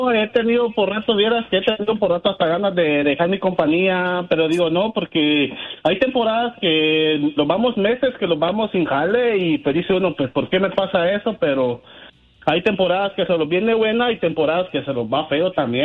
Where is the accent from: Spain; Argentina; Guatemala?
Guatemala; now in United States